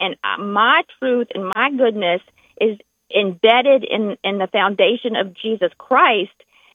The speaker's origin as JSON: {"language": "English", "region": "the South", "country": "United States", "accent": "Southern", "lives_now": "Northern Virginia, United States"}